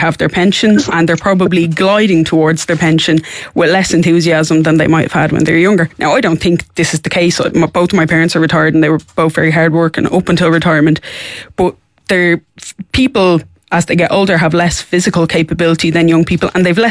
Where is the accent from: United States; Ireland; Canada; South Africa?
Ireland; Dublin, Leinster; I'm from Coolock